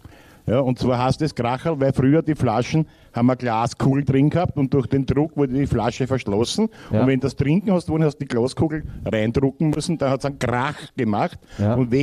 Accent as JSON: {"language": "German", "region": "Vienna", "country": "Austria"}